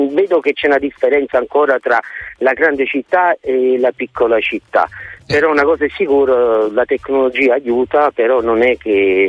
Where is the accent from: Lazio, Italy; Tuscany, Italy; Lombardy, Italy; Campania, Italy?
Campania, Italy; Naples; now in Germany; però io vivo in una piccola cittadina alle porte di Francoforte, a mezz'ora, o perché vuoi solo che sono napoletano, quindi ho un modo diverso.